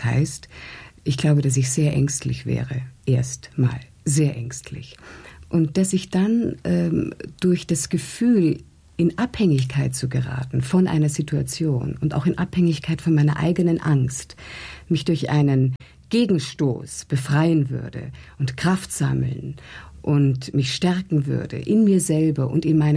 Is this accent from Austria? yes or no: yes; Vienna, Austria; an meine Kindheit, wo ich aufgewachsen bin, in Wien zum Beispiel.